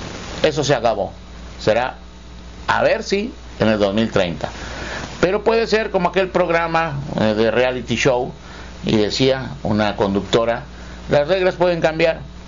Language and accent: Spanish; Mexico